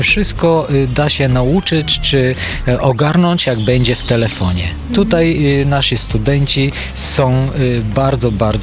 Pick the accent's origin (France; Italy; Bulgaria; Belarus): Bulgaria; Polish is a second language; moved away as an adult; now in Lublin, Poland; Jestem Bułgarem, ale od 2011 roku już na stale związany jestem z Lublinem.